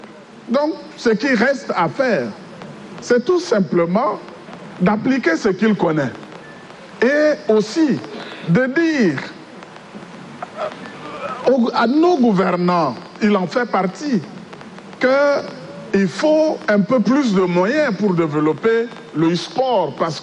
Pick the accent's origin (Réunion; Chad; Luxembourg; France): Chad; chez nous au Tchad.